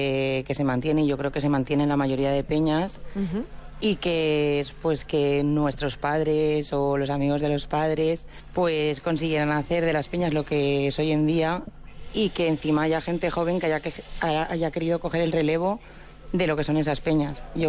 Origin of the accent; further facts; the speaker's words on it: Monzón, Aragon, Spain; todos somos de Monzón